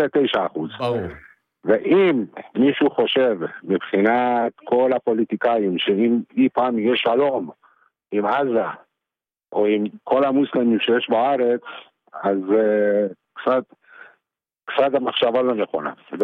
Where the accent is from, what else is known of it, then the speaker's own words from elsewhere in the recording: Iran; לא, תשמע, אני גדלתי בשכונה באיראן שהמוסלמים היינו שכנים והיינו אחים והיינו יותר ממה שאתה חושב